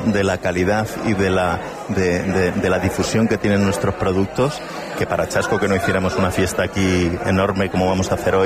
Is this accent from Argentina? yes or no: no; Castilla-La Mancha, Spain; es un orgullo y un lujo cuando te mueves por allí y te reconocen como castellano manchego.